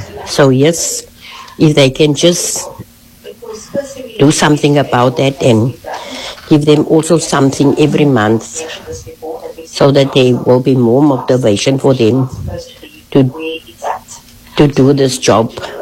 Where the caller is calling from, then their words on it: Cape Town, Western Cape, South Africa; I'm from Menenberg